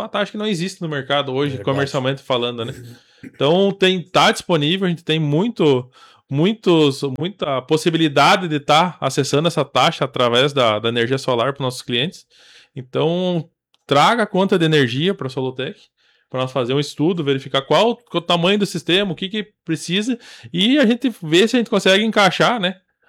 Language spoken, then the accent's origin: Portuguese; Panambi, Rio Grande do Sul, Brazil; moved away; minha terra natal lá